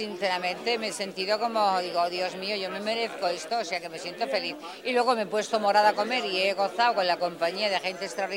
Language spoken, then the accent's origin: Spanish; Region of Murcia, Spain; now in Madrid, Spain; pero yo soy murciana